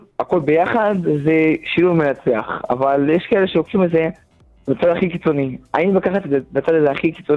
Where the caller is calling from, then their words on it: Elad, Central District, Israel; אני מאלעד.